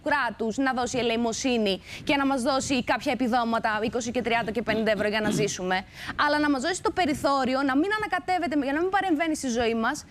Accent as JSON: {"language": "Greek", "region": "East Macedonia and Thrace", "country": "Greece", "said": "από το χωριό που είμαι από τον Εύρο"}